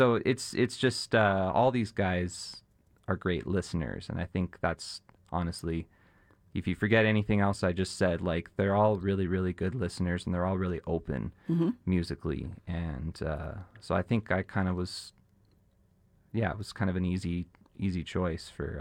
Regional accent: Canada; because I'm from Canada, so it's like the hockey reference.

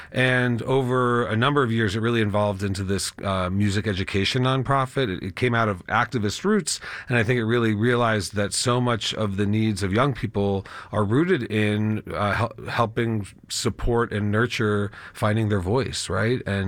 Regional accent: Colorado, United States; born or raised there

